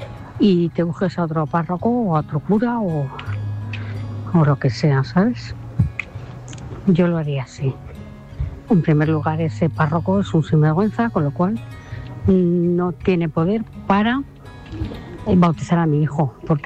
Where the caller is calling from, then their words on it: Móstoles, Community of Madrid, Spain; Buenas noches. Soy … de Móstoles.